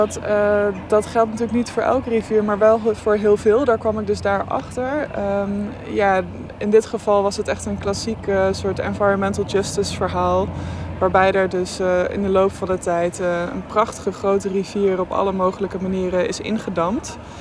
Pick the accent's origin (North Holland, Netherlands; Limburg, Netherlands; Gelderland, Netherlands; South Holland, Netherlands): Gelderland, Netherlands; Zevenaar; born there; also born or lived in Chile; now in Utrecht, Netherlands; ik ben geboren aan de Rijn in Arnhem, Zevenaar. En ik woon nu ook weer aan de Rijn in Utrecht.